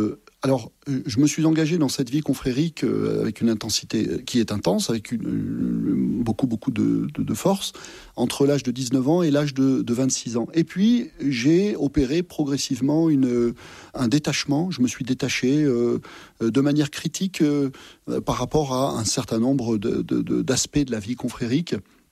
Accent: Massif Central, France

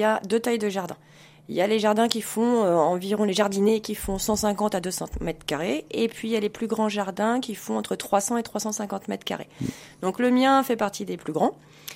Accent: Blois, Centre-Val de Loire, France; Alors, je suis native de Blois. J'habite à Blois, je suis revenue vivre à Blois il y a un an et demi et j'étais habituée à vivre en campagne avec de la terre et je suis arrivée en appartement.

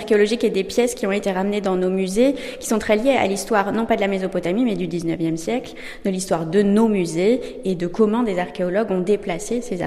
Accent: Grand Est, France; moved away as an adult; now in Nouvelle-Aquitaine, France; Oui, en effet, je suis partie du Grand Est pour aller faire mes études à Poitiers.

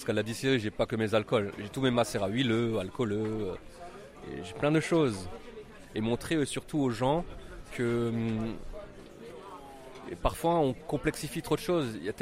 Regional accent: Grand Est, France; accent: Alsatian; je suis alsacien, peut-être ça s'entend

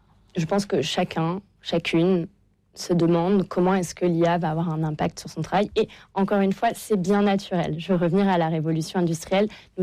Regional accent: France; ici chez nous en France

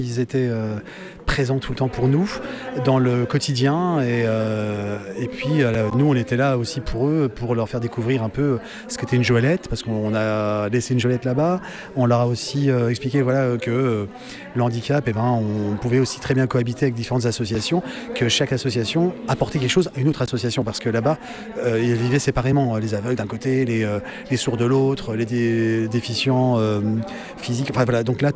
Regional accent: Nancy, Grand Est, France; Alors, je suis de Nancy

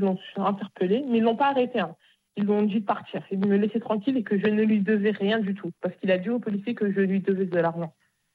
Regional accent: Bagneux, Île-de-France, France; Parce que moi, je viens de Bagneux.

